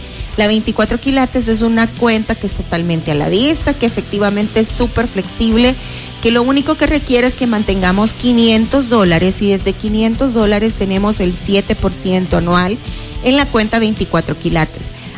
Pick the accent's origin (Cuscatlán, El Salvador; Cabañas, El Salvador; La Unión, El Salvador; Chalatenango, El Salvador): Chalatenango, El Salvador; Nueva Concepción; los desfiles de Nueva Concepción, de Chalatenango, de donde yo soy